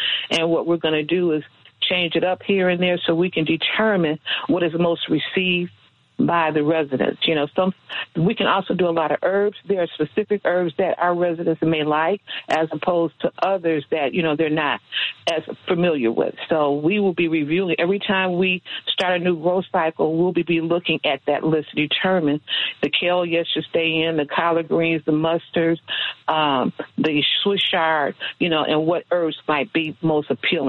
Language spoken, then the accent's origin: English; Ford Heights, Illinois, United States; When I grew up in East Chicago Heights many years ago, we did have grocery stores